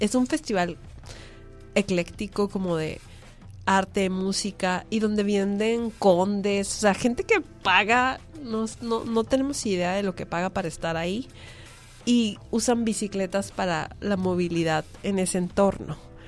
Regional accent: Tijuana, Baja California, Mexico; also born or lived in Puebla; yo me acuerdo que yo no me quería regresar a Tijuana, pero me regresaron mis papás

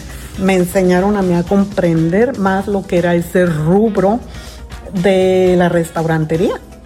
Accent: Tijuana, Baja California, Mexico; moved away as an adult; now in San Diego, United States; cuando yo me vine aquí a Estados Unidos, soy de Tijuana. Me vine aquí como a la edad de 27 años

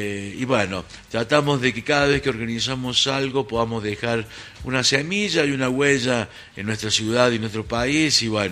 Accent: Oliva, Córdoba, Argentina; moved away; vamos a estar en mi pueblo, en Oliva

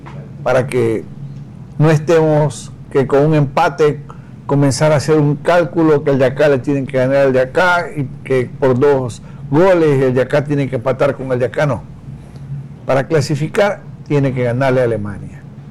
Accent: Ecuador; mire cómo somos los ecuatorianos, cómo nos ilusionamos

